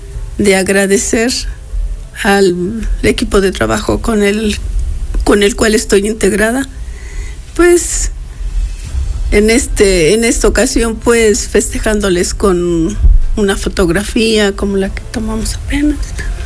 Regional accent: Puebla, Mexico; No, soy poblana.

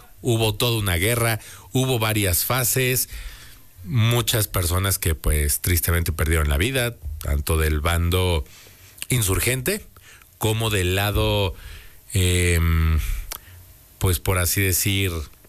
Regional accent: Mexico

